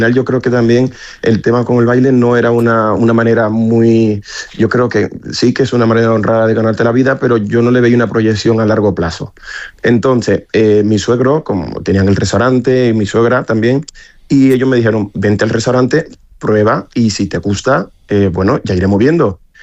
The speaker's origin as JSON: {"language": "Spanish", "country": "Dominican Republic", "said": "que yo me presenté como dominicano."}